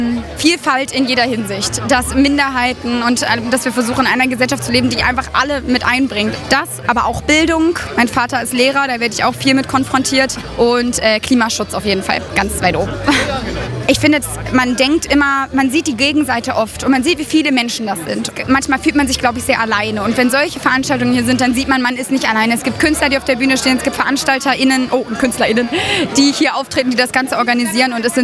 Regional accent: Aschersleben, Saxony-Anhalt, Germany; now in Magdeburg, Germany; ich komme ursprünglich aus Aschersleben und wohne jetzt in Magdeburg.

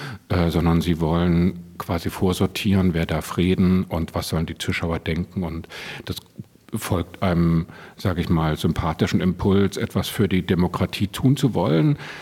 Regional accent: Leipzig, Saxony, Germany; born there; moved away as an adult; also born or lived in Hamburg; ich bin 1971 in Leipzig geboren

